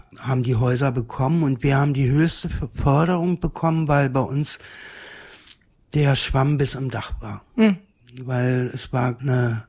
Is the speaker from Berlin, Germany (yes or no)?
yes; Berlin, Germany; born there; Also ich bin in Berlin-West geboren.